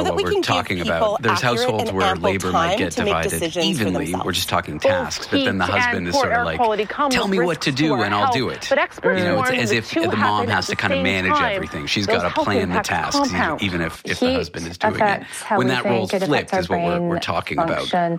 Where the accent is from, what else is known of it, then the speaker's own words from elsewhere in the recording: Canada; now in United States; So I live here in North America. I live in the US. I'm from Canada.